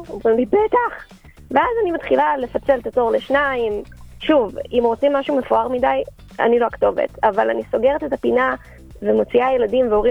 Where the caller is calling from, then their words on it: Jerusalem, Jerusalem District, Israel; מהרכב בירושלים כרגע, עצרתי בצד הדרך.